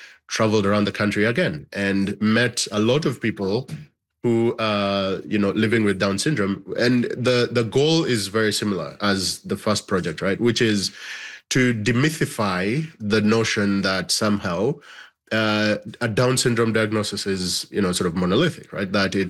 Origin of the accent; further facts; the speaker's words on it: Uganda; now in Canada; I was born and raised in Uganda. I'm a Ugandan Canadian now.